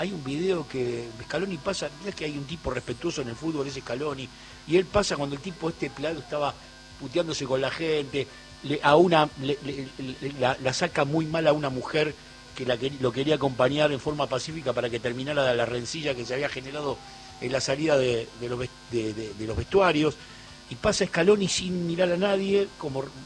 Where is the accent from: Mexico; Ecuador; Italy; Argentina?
Argentina; somos Argentina